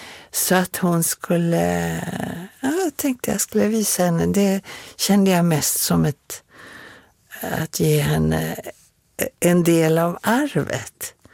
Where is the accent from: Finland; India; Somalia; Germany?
Finland; Helsinki, Uusimaa; born there